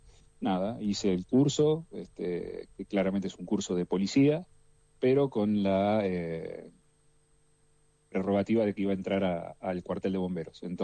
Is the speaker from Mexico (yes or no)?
no; Tandil, Buenos Aires Province, Argentina; yo soy de Tandil, sí.